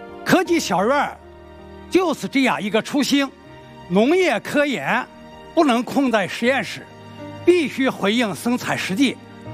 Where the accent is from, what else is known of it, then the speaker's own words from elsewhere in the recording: Loess Plateau, China; born there; now in Beijing, China; 我出生在黄土高原的农村，也经历了艰苦条件下吃不饱穿不暖的日子